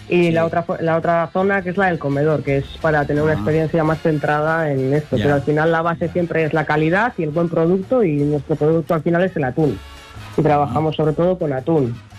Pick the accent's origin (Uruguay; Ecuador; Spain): Spain; Ea, Basque Country; Soy de Ea. Otro pueblito cercano.